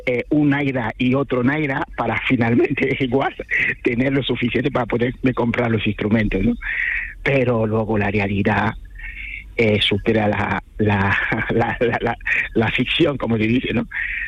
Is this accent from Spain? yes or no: no; Cameroon; moved away as an adult; volver a Camerún y dedicarme un poco a la insonorización, a facilitar que la música fluya en mi ciudad natal